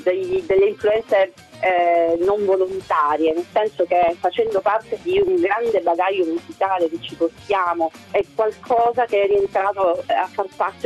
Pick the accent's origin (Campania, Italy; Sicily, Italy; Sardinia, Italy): Sicily, Italy; io ovviamente conosco il siciliano, è la mia lingua, io sono siciliana puro sangue, per cui il siciliano per me è parte di me. Nonostante questo non è diciamo il linguaggio che io utilizzo usualmente